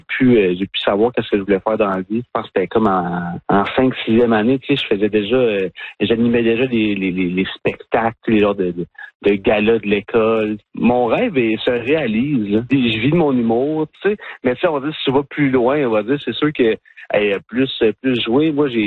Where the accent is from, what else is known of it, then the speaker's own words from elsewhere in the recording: Gatineau, Quebec, Canada; moved away; je viens de Gatineau